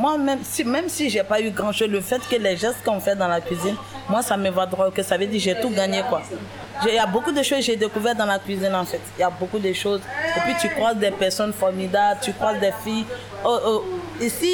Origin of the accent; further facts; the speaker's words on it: Côte d’Ivoire; now in France; je suis ivoirienne.